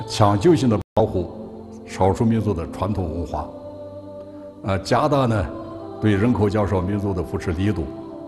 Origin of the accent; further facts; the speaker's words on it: Qinghai, China; 我的老家呢是白庄镇伊尔海村